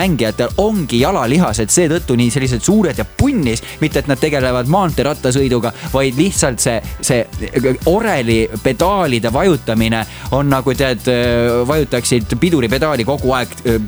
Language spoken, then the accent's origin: Estonian; Jüri, Harju County, Estonia; born there; now in Tartu, Estonia